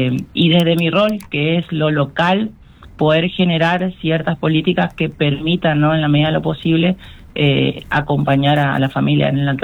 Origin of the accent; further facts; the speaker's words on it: Corrientes, Argentina; born there; yo nací, siempre cuento, en el Hospital Vidal.